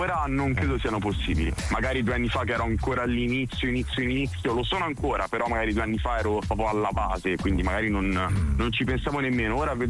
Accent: Tuscany, Italy; io sicuramente non nego il fatto che sono toscano, ma abbastanza un finto toscano, perché tutta la mia famiglia è di Napoli, è nata lì.

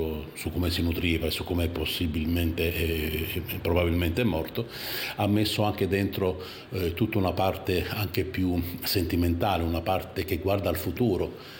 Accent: Taranto, Apulia, Italy; per me che sono di Taranto

